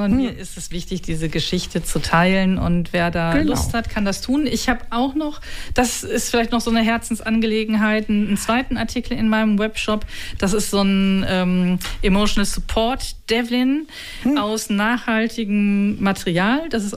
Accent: Herten, North Rhine-Westphalia, Germany; now in Bremen, Germany; Wobei ich ja jetzt lange schon in Bremen lebe, aber ein Teil der Menschen kennt mich dort auch.

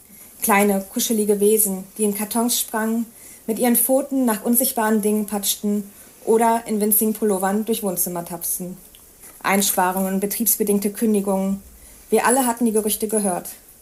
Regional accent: Hameln, Lower Saxony, Germany; moved away as an adult; also born or lived in Kentucky, United States; now in Hanover, Germany; Ja, also erstmal bin ich nicht nur Hannoveranerin, sondern ich bin auch gebürtige Hamelnerin. Genau, also ich bin hier aufgewachsen, habe hier mein Abitur gemacht. In Pötzen, in Hessisch-Ollendorf. Mein Abitur habe ich an der Elisabeth-Selbert-Schule in Hameln gemacht.

